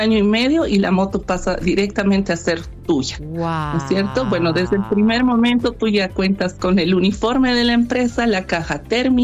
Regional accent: Bolivia; nosotros somos bolivianas

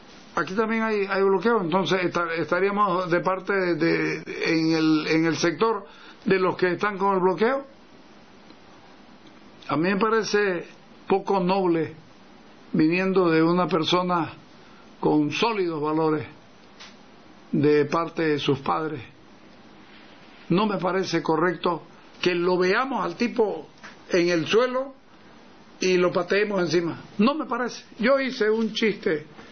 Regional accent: Santa Cruz, Bolivia; como no pienso dejar de ser boliviano, pues no me estorba hacerlo, soy muy cruceño, soy 10 veces más cruceño que boliviano

